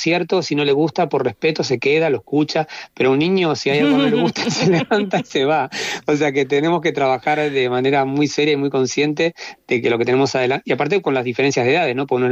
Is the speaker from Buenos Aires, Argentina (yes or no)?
yes; Buenos Aires, Argentina; moved away as an adult; also born or lived in Bariloche, Argentina; now in Alicante, Spain; Yo, si bien soy de Buenos Aires originalmente, los últimos 25 años antes de venir aquí viví en Bariloche, que es la Patagonia argentina.